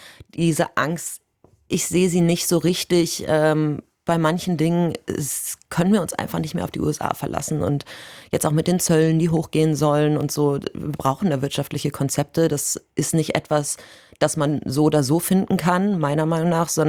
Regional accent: Bavaria, Germany; Also ich bin aus Bayern.

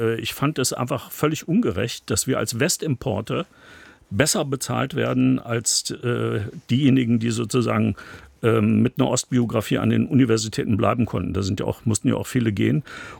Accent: West Germany, Germany; moved away as an adult; now in Jena, Germany; bin ich als Wessi in Jena berufen worden

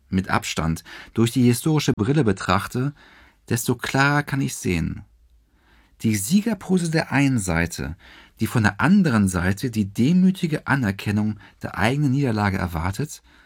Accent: West Germany, Germany; Und wir Wessis?

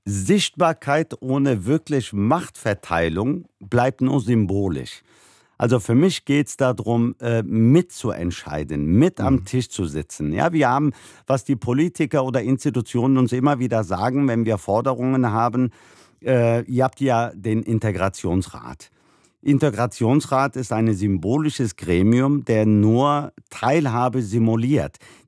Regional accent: Germany; egal wo ich auf der Welt bin, wenn ich gefragt werde, wo ich herkomme, sage ich immer, ich bin Deutscher. Nur hier in Deutschland nur hier kann ich das nicht so ganz machen.

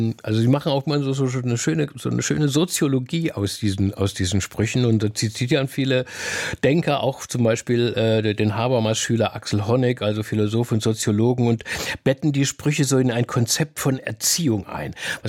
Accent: Baden-Württemberg, Germany; ich komme aus dem Dorf in Baden-Württemberg

